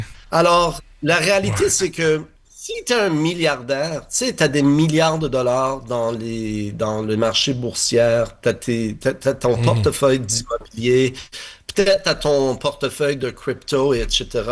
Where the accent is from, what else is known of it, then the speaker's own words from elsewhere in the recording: Montreal, Quebec, Canada; Justement, le fait que moi, je suis Montréalais, je suis Québécois, je suis ici, je suis bilingue, comme on dit, comme les autres le disent.